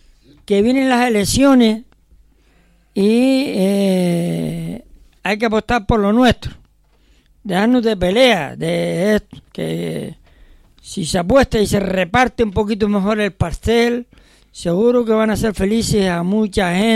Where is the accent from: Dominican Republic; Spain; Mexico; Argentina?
Spain; Canary Islands; como canarios, sentirnos orgullosos de nuestro folclore